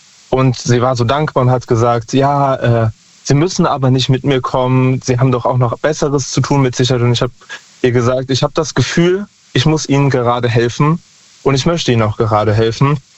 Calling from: Lahnstein, Rhineland-Palatinate, Germany; Aus Lahnstein.

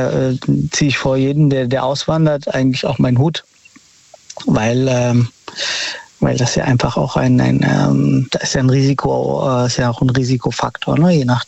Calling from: Frankfurt, Hesse, Germany; Ich komme aus Frankfurt.

